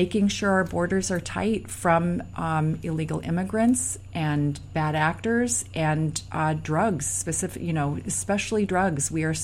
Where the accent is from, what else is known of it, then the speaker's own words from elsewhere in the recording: Alaska, United States; the way that we were raised in Alaska.